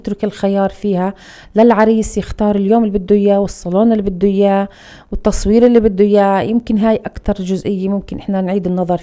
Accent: Dura, Hebron Governorate, Palestine; حتى لهجتنا يعني بالرغم من احنا كلنا ابناء دورة، بس بتحس بتعرفي من منطقة من اي منطقة من طريقة كلامه كمان.

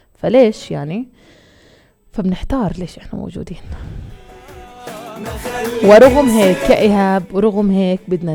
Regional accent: Palestine; بنحتار إحنا كشعب فلسطيني من كمية الخيبات اللي إحنا بنعدي فيها

